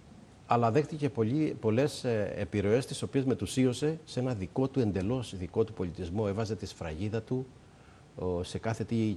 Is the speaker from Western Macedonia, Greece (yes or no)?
no; Crete, Greece; Η Κρήτη είναι η πατρίδα μου που την αγαπώ ιδιαίτερα. Ο τόπος που γεννήθηκα και μεγάλωσα και έζησα σχεδόν όλα μου τα χρόνια.